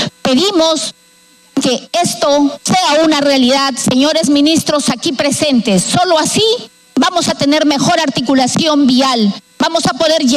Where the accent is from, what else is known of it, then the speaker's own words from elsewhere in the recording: Arequipa, Peru; como arequipeña y diputada de esta región